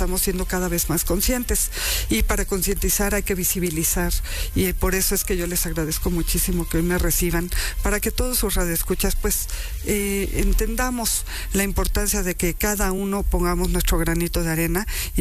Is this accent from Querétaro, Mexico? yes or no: no; Puebla, Mexico; Entonces, si nosotros como poblanos pues caemos en la cuenta de la importancia de separar